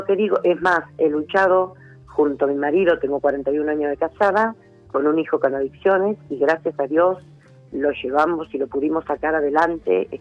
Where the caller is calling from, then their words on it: Junín, Buenos Aires Province, Argentina; de Junín.